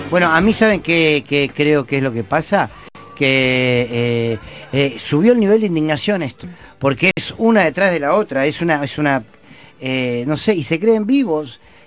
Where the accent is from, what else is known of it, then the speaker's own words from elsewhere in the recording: Buenos Aires, Argentina; pecado porteño, diría, y me hago cargo, pecado porteño de desconocer esto